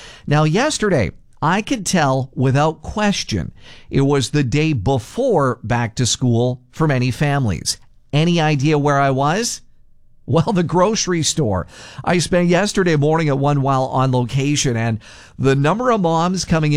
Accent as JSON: {"language": "English", "town": "Neepawa", "region": "Manitoba", "country": "Canada", "tie": "born or raised there", "said": "Many moons ago, I worked at a grocery store while in high school growing up in Neepawa"}